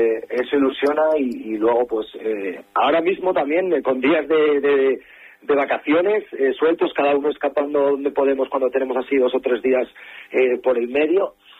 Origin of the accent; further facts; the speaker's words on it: Asturias, Spain; al final somos asturianos